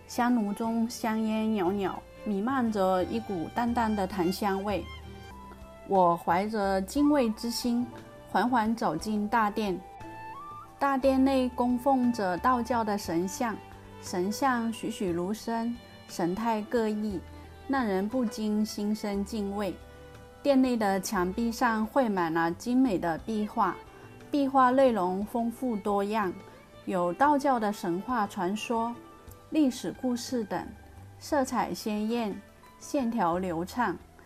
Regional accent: Taiwan; 在台北时，若是周末无事，我喜欢约上一帮朋友去爬山

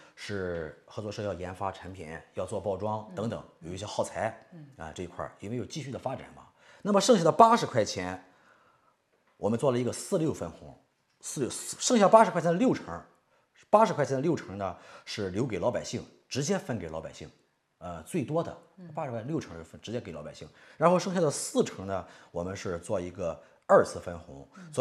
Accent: Shandong, China

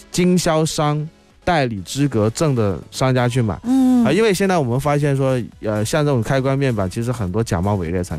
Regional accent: Guangdong, China; 我们广东话经常说便宜冇好嘢

